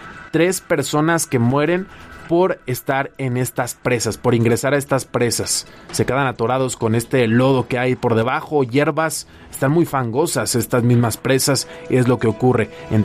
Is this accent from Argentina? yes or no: no; Mexico